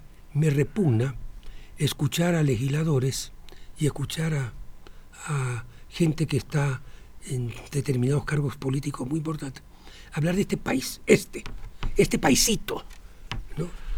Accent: Ecuador; que somos los ecuatorianos

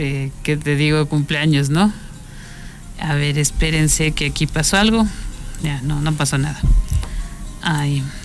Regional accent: Quito, Pichincha, Ecuador; born there; Pero nací en Quito en 1963 de padres y abuelos que me inclinaron a buscar la verdad y a amar la belleza.

